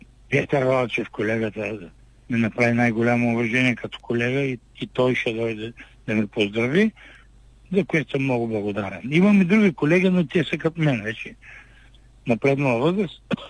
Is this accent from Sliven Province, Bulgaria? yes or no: no; Dalbok Izvor, Plovdiv Province, Bulgaria; moved away; Моята родина е тук, моето родно село е тук, моя баща тук, дядо ми, все музиканти, основатели, първомайски групи.